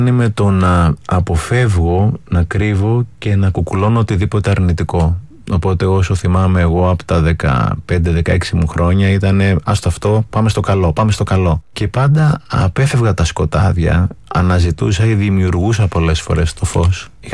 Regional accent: Athens, Attica, Greece; moved away as an adult; Γεννήθηκα στην Αθήνα. Οι γονείς μου καταγόνται από Τυχείο. Μεγάλωσα στην Αθήνα.

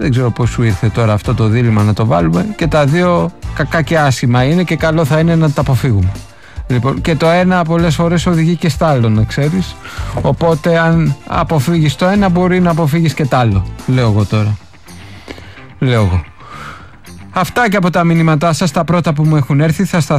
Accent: Athens, Attica, Greece; Εμείς που είμαστε, ναι, μεν βέρη Αθηναίοι, αλλά δεν την αντέχουμε τη ζέστη

